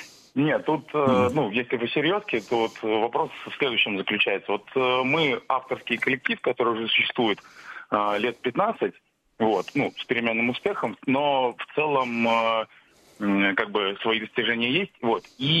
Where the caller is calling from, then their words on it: Kaliningrad, Kaliningrad Oblast, Russia; я из Калининграда сам